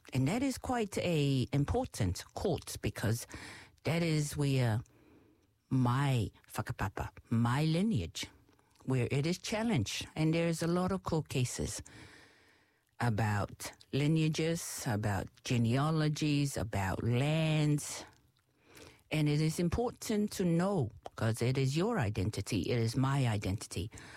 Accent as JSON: {"language": "English", "country": "Samoa", "tie": "born or raised there", "said": "When I was growing up in Samoa"}